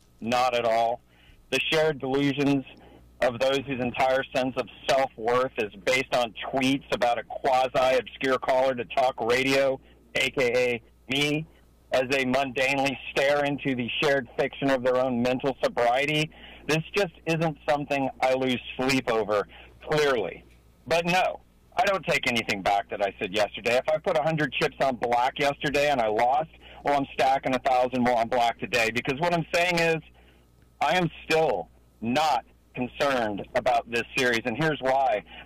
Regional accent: San Antonio, Texas, United States; now in Austin, United States; I do live in Austin now, but I was born at Fort Sam Houston. I grew up in San Antonio, and I was a Spurs ball boy before you were born, son.

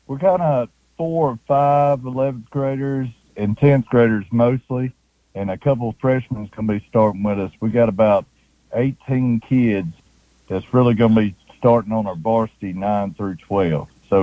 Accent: Luverne, Alabama, United States; Born and raised in Luverne. You know, I graduated Luverne High School.

